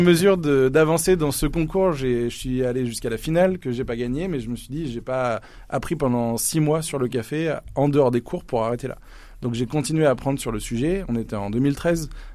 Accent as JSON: {"language": "French", "town": "La Rochelle", "region": "Nouvelle-Aquitaine", "country": "France", "said": "Je viens de La Rochelle."}